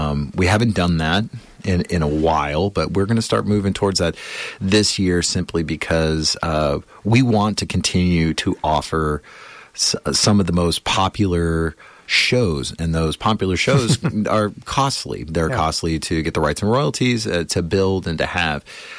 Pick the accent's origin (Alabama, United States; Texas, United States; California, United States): Texas, United States; I was from Texas, middle of nowhere, Texas. You know, my I don't come from money in any way.